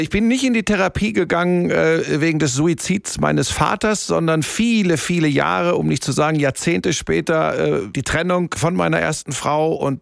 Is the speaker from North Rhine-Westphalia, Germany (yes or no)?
yes; Hagen, North Rhine-Westphalia, Germany; moved away as an adult; also born or lived in Bottrop / Cologne; now in Munich, Germany; Ja, ich bin geboren in Bottrop. Das ist wirklich, das ist ja Inbegriff des Ruhrgebiets. Bin dann aufgewachsen in Hagen. Das ist so Tor zum Sauerland, ja. Ruhrgebiet. Und dann habe ich im Rheinland studiert, in Köln an der Sporthochschule und bin 1993 dann nach München gegangen